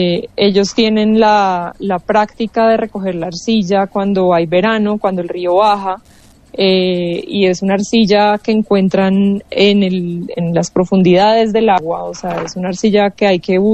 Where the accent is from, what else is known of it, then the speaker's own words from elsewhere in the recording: Colombia; como latinoamericana, como colombiana